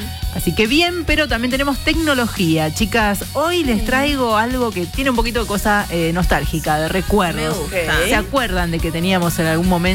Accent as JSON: {"language": "Spanish", "country": "Spain", "said": "muy español."}